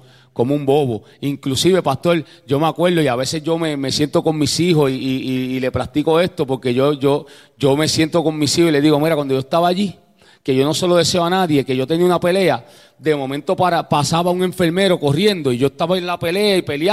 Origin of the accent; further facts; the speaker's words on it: Puerto Rico; moved away; llegué al barrio donde yo me crié en Puerto Rico